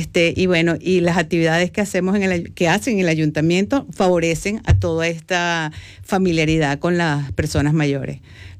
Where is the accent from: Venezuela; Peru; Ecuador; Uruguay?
Venezuela; moved away as an adult; now in Galicia, Spain; yo también soy venezolana, pero con sangre gallega, que en esta Galicia de mi papá, que retornamos como emigrantes retornados